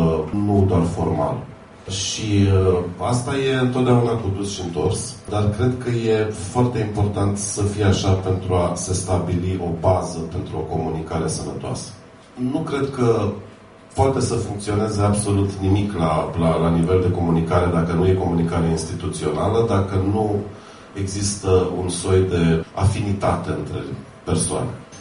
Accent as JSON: {"language": "Romanian", "region": "Maramureș County", "country": "Romania", "said": "mergea 2 săptămâni pe Valea Faserului, de unde sunt eu, din Vișeul de..."}